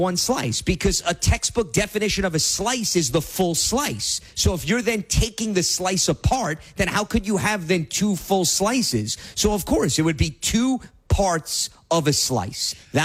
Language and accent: English; New York City, New York, United States; for those, once again, who may have been in growing up in the New York City region, they understand we had BCBA and CYO basketball.